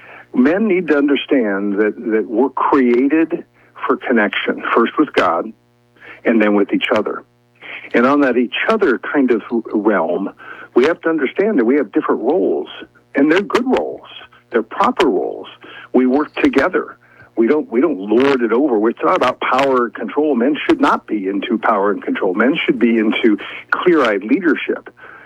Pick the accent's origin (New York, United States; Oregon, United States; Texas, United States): Oregon, United States; Well, I'm from Oregon. I'm Central Oregon.